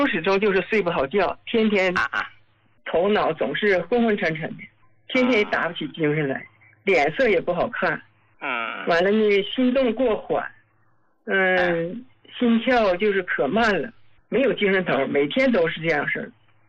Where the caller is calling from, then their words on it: Jilin, China; 我是吉林的那个听众。我今年69岁。